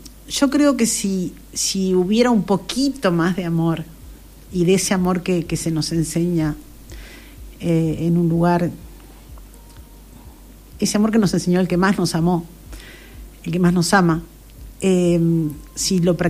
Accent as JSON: {"language": "Spanish", "region": "Colonia", "country": "Uruguay", "said": "Somos solidarios los colonienses."}